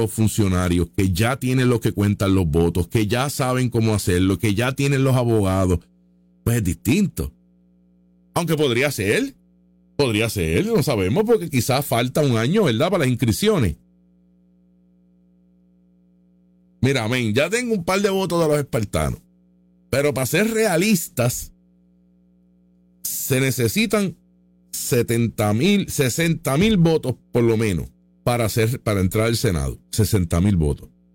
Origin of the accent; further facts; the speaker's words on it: San Juan, Puerto Rico; Yo soy de San Juan, pero yo no puedo competir en San Juan porque San Juan son zurdos.